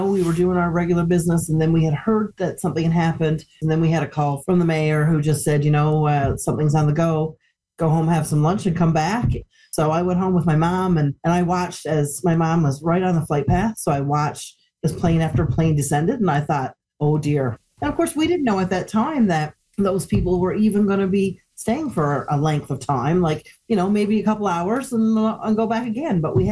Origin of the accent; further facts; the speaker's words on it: Newfoundland and Labrador, Canada; We think it's ordinary because we're born and raised in Newfoundland to be those kind and helpful and compassionate people.